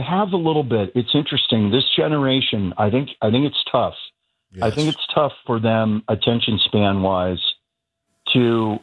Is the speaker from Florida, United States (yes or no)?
no; Bay Area, California, United States; I grew up in the Bay Area